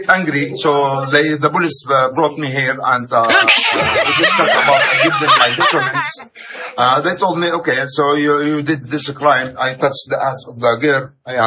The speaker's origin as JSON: {"language": "English", "town": "Aleppo", "region": "Aleppo Governorate", "country": "Syria", "second_language": "English", "moved": "as an adult", "lives_now": "Cebu, Philippines", "said": "I am from Aleppo, Damascus. And like I told you, I am educated, I'm 46, and I'm still single."}